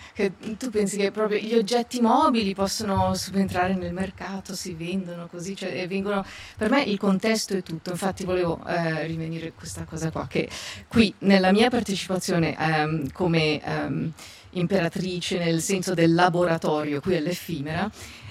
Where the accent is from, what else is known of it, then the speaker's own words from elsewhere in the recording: Cavigliano, Ticino, Switzerland; E quindi, ora che sono tornata da decenni di nomadismo così alla mia terra d'origine, qui a Cavigliano, sono appena tornata in Trania ad abitare.